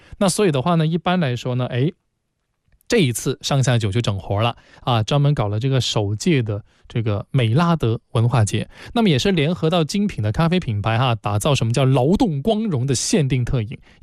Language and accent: Chinese; Guangdong, China; 咁亦即系我哋老广嘅烟火啊